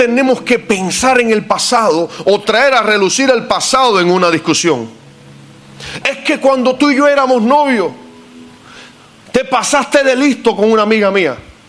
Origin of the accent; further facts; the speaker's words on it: Cuba; moved away; En mi país somos muy cariñosos. El cubano le dice mi amor, mi vida a todo el mundo.